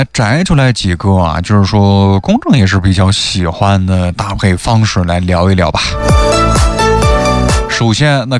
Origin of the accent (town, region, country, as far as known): Xinjiang, China